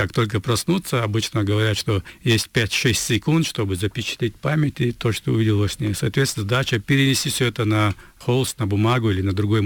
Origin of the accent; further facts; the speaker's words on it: Chechnya, Russia; я, как каллиграф из Чечни